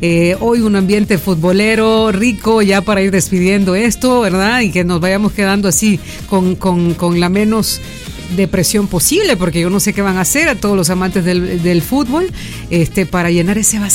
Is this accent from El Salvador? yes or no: yes; El Salvador